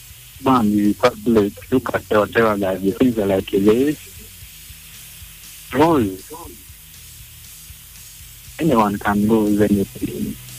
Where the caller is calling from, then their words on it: Chania, Crete, Greece; I'm calling from Chania.